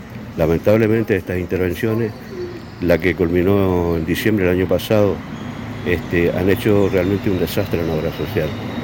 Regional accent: Chaco, Argentina; Yo soy del Chaco

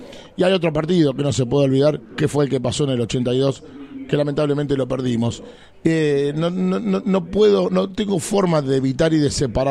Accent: Venado Tuerto, Santa Fe, Argentina; yo soy de Venado Tuerto, Santa Fe.

